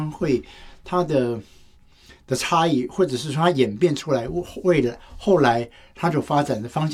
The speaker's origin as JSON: {"language": "Chinese", "region": "Tainan", "country": "Taiwan", "tie": "born or raised there", "said": "因为我的老家在台南哦"}